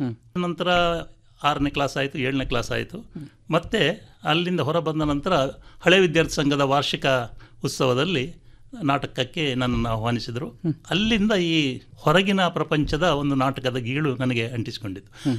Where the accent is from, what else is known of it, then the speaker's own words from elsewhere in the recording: Mallur, Karnataka, India; born there; ನಾನು ಹುಟ್ಟಿದ್ದು ಮಂಗಳೂರು ತಾಲೂಕಿನ ಮಲ್ಲೂರು ಎಂಬ ಗ್ರಾಮದಲ್ಲಿ. ಅಲ್ಲಿ ನಮಗೆ 5ನೇ ಕ್ಲಾಸಿನ ತನಕ ಮಾತ್ರ ಒಂದು ಎಲಿಮೆಂಟರಿ ಶಾಲೆ ಇತ್ತು.